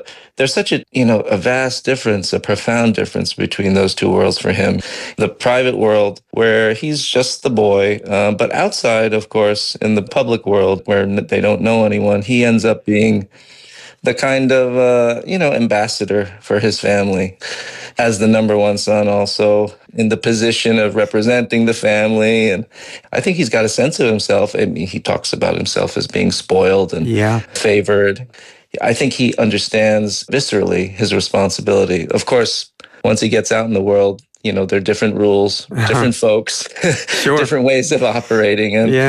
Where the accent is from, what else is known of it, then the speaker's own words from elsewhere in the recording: New York, United States; I did grow up in Westchester, north of New York City